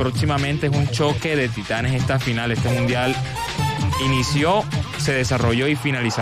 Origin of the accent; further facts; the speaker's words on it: Colombia; cuando no está Colombia, en mi caso